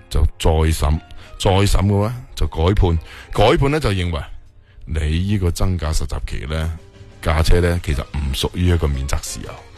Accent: Guangdong, China; 我哋广东人最兴讲嗰句咧，话唔埋噶嘛。

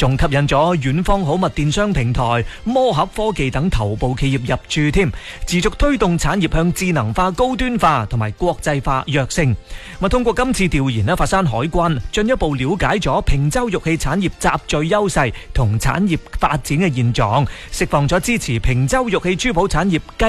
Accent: Guangdong, China; 我哋广东人

